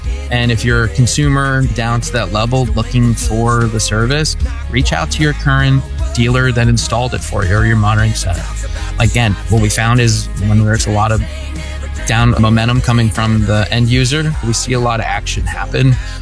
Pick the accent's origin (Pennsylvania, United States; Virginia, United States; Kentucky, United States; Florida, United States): Pennsylvania, United States; now in Dallas, United States; I'm originally from Pennsylvania.